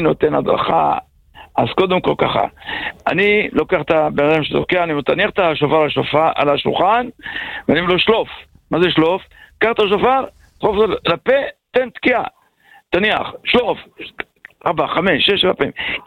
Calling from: Beit Shemesh, Jerusalem District, Israel

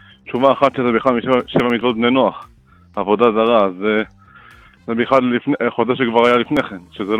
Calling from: Harish, Haifa District, Israel

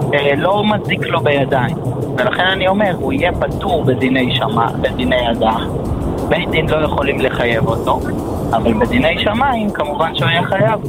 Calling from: Modi'in Illit, Judea and Samaria, Israel; אני ממודיעין עילית.

